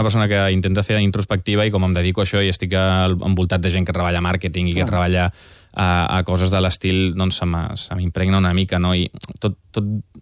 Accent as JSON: {"language": "Catalan", "town": "Vic", "region": "Catalonia", "country": "Spain", "tie": "born or raised there", "said": "Jo vaig néixer a Vic"}